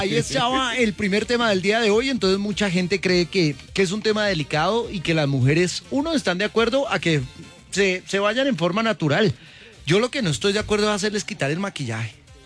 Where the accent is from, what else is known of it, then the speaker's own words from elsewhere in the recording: Bogotá, Colombia; No, yo soy de Bogotá.